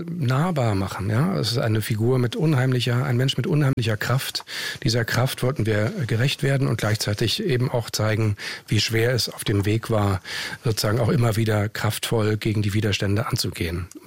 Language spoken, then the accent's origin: German; Hamburg, Germany; Ich komme selber aus Hamburg